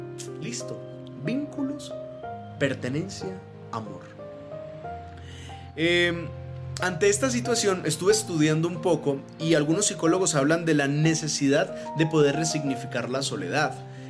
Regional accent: Caquetá, Colombia; now in Medellín, Colombia; Yo no soy de Medellín, pero vivo en Medellín hace 20 años quizás, más o menos, soy de Caquetá, del sur del país, y llegar aquí solo, con unos amigos

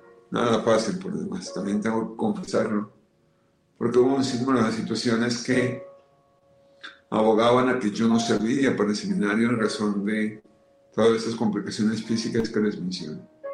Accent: Colombia; yo soy colombiano, pero tengo un corazón mexicano. Luego también México es mi segundo terruño.

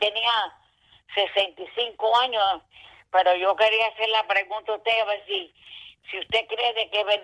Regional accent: Caimito, Mayabeque, Cuba; moved away; also born or lived in Alquízar, Cuba; Yo nací en Cuba.

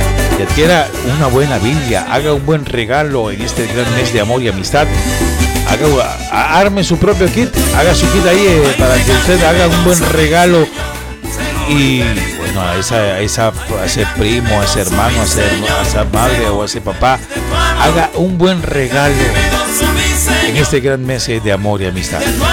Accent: Dominican Republic; Yo soy de República Dominicana.

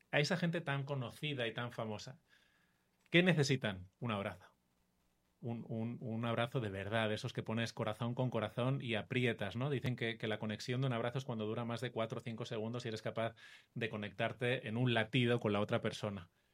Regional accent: Barcelona, Catalonia, Spain; now in Colombia; Yo soy español, de Barcelona

